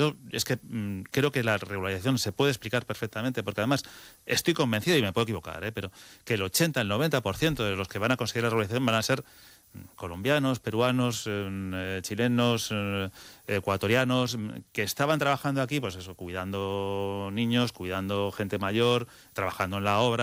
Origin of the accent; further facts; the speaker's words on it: Spain; yo como español